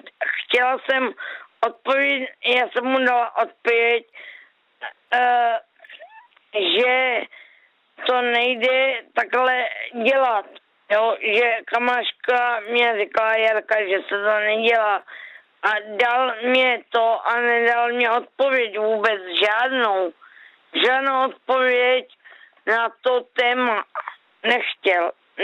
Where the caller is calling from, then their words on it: Brno, South Moravian Region, Czechia; z Králového pole.